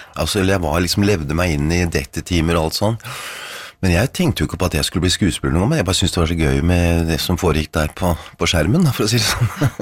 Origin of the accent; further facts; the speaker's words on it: Oslo, Norway; nede i bakgrunnen, husker jeg, på Torshov, jeg er fra Torshov, det er.